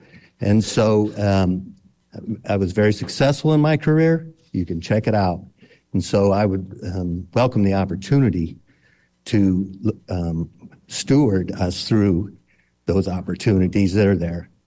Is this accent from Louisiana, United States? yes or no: no; Stark County, Ohio, United States; I was born and raised in Stark County. My parents were raised and born in Stark County. My grandparents were born and raised in Stark County. So I have a lot of lineage here